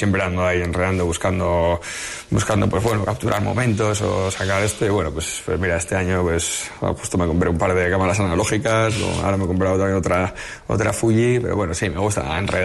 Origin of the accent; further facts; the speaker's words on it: San Sebastián, Basque Country, Spain; yo soy un chaval de San Sebastián, ¿no? De Donosti, muy chaval muy normal, ¿no?